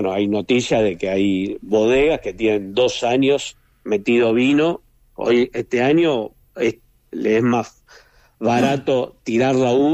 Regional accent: Argentina; Siendo argentino nada más te adaptás.

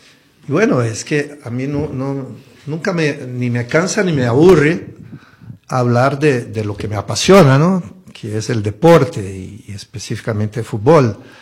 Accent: Rio de Janeiro, Brazil; moved away; also born or lived in Maceió, Alagoas; me crié en Río Janeiro

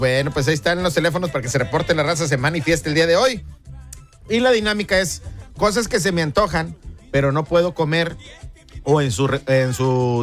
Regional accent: Mexico; yo soy de San Bernardo.

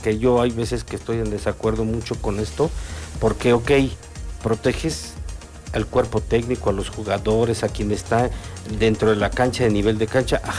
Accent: Mexico

